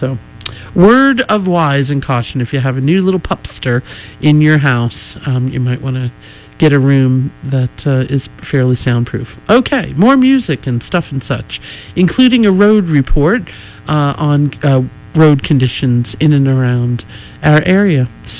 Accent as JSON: {"language": "English", "country": "United States", "said": "It's the 250th anniversary of our country, and I am proud to say I'm an American, a service member, mom, and daughter"}